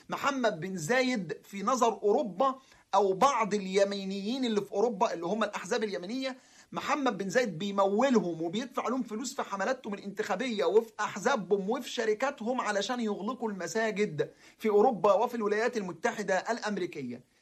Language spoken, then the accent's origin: Arabic; Egypt; زي ما المناهج التعليمية عندنا في مصر اتغيرت